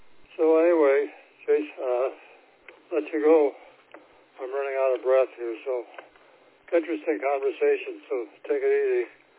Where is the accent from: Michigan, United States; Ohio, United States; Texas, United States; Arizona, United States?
Michigan, United States; I know I come from Michigan